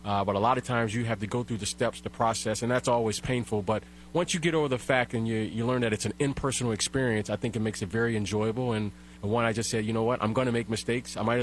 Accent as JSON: {"language": "English", "town": "Detroit", "region": "Michigan", "country": "United States", "tie": "born or raised there", "said": "I grew up in Detroit, Michigan"}